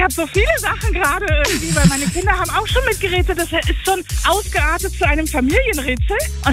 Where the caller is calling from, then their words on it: Schönefeld, Brandenburg, Germany; Ich komme aus Schönefeld.